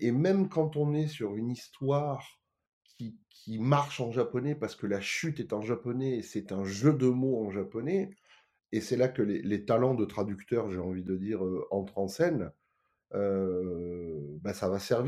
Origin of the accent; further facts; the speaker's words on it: Nice, Provence-Alpes-Côte d'Azur, France; Je joue régulièrement aussi au musée des arts asiatiques de Nice, donc là c'est ma ville natale, on va dire que je suis à la maison.